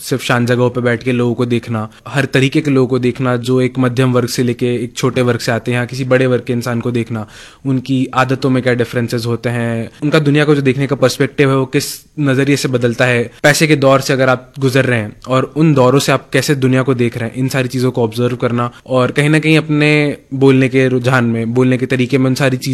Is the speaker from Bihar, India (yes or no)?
no; Indore, Madhya Pradesh, India; I have been born and brought up in Indore only.